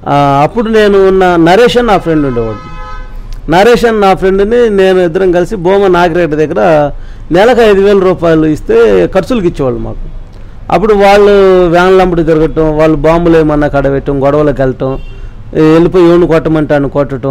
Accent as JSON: {"language": "Telugu", "region": "Andhra Pradesh", "country": "India", "tie": "born or raised there", "said": "పొన్నూరు నుంచి 2 కిలోమీటర్లు నాలుగు, మా ఊరు రెడ్డిపురాలు"}